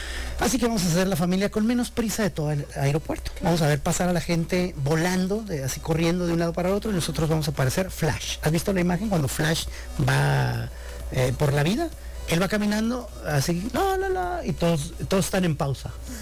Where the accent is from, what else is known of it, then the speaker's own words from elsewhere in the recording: Mexico; Soy mexicano, pago mis impuestos, machín, facturo.